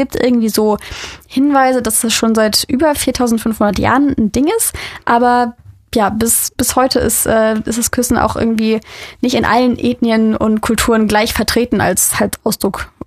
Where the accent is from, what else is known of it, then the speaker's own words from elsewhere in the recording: Düsseldorf, North Rhine-Westphalia, Germany; Ich komme ja aus Düsseldorf